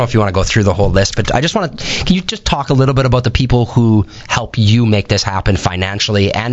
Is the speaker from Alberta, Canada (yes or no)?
no; Winkler, Manitoba, Canada; I grew up in Winkler.